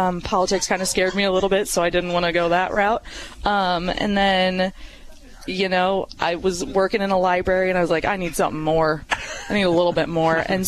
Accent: Pekin, Illinois, United States; I'm actually from Pekin, Illinois.

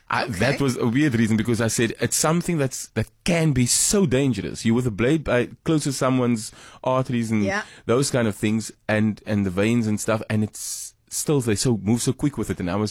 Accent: Malmesbury, Western Cape, South Africa; I can remember growing up in Malmesbury, I couldn't have asked for a better place to grow up.

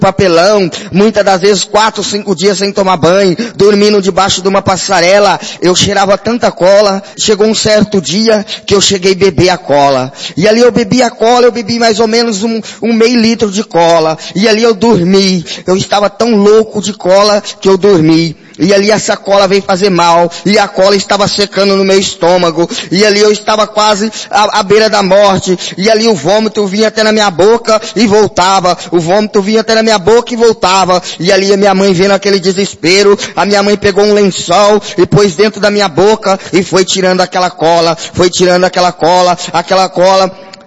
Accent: Marília, São Paulo, Brazil; eu vim da cidade de Marília.

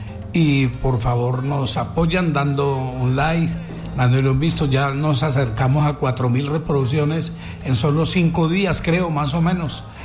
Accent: Colombia; Somos colombianos y debemos de apoyarnos.

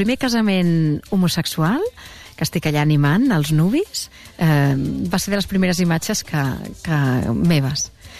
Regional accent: Barcelona, Catalonia, Spain; Ah, sí, clar, jo no sóc del Passeig Bonanova, sóc de Major

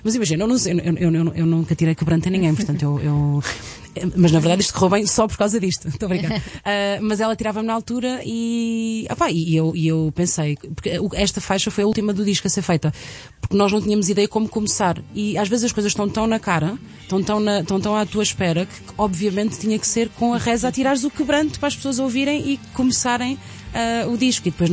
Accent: Centro, Portugal; Eu, quando cresci na minha aldeia, nas aldeias vizinhas, isto é. Eu sinto que isto é uma coisa muito da zona centro.

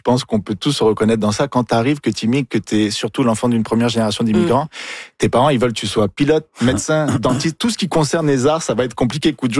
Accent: Niger; born there; moved away; mon pays d'origine, ben, enfin, le pays où je suis né, le Niger. Mm-hmm. J'ai quitté, j'avais 16 ans

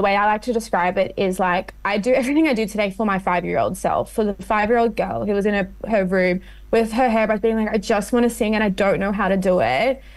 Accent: Sydney, New South Wales, Australia; Without knowing that I was from Western Sydney, was like, oh, thank God for Western Sydney

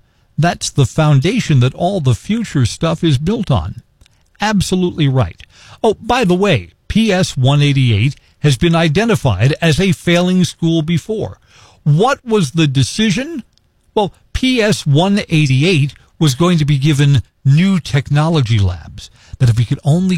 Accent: New York City, New York, United States; moved away; I grew up in Gravesend. Gravesend is a neighboring community not far from Coney Island.

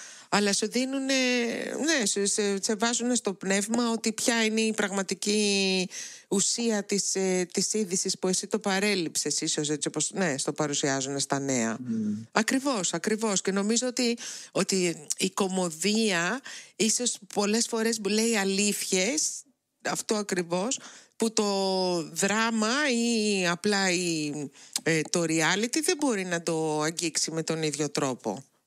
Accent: Greece; επειδή είμαι από την Ελλάδα

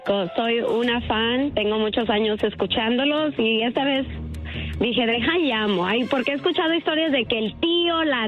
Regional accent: Mexico; moved away; yo soy de México

